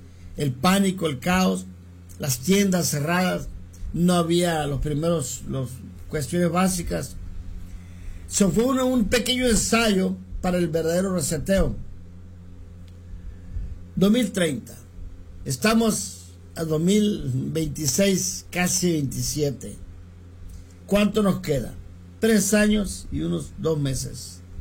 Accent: Culiacán, Sinaloa, Mexico; moved away; mi ciudad natal en Culiacán, Sinaloa

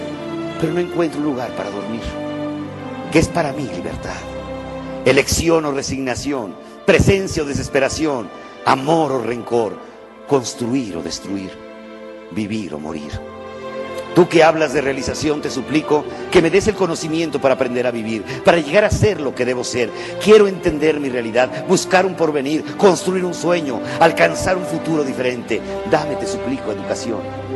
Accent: Mexico; Yo no soy de México. Yo soy México.

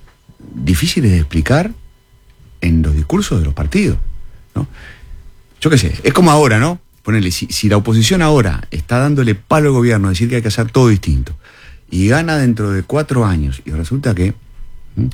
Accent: Uruguay; yo me crié en el Uruguay post dictadura políticamente

